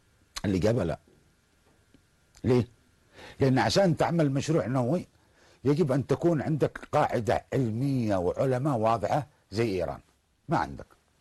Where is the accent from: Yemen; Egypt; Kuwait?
Yemen